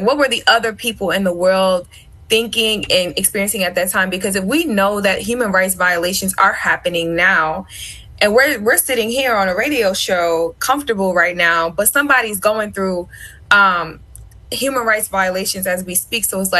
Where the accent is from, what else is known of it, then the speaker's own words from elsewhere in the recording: New York City, New York, United States; I'm from Brooklyn.